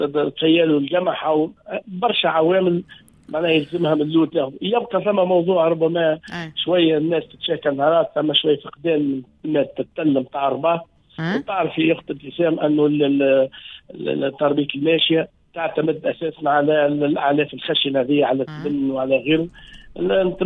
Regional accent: Tunisia

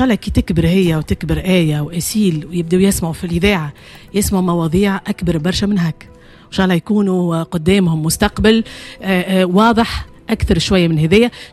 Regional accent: Gabès, Gabès Governorate, Tunisia; انا من قابس، انت من قفصه، يعني ما انا البارح انا الوالد مولود في اريانا، ما احنا قوابسية نعيشوا في شنني،

